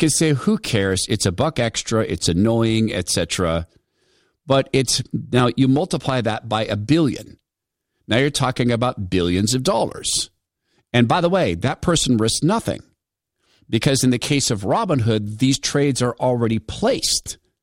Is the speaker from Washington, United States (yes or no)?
yes; Spokane, Washington, United States; You know, I grew up in Spokane, Washington